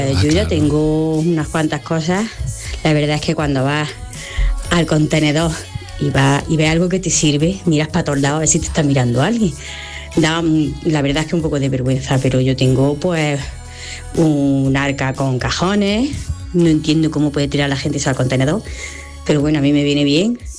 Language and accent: Spanish; Úbeda, Andalusia, Spain; de Úbeda, tengo un estudio de fotografía.